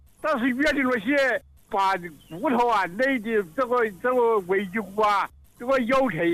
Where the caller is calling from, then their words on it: Tianmen, Hubei, China; 是天门人。